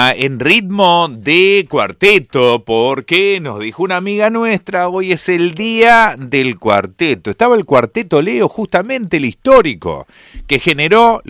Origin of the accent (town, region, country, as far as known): Argentina